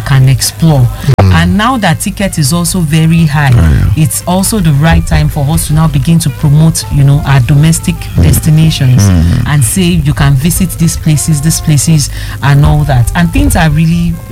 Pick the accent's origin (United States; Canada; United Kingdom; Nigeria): Nigeria; I would say no, I am Nigerian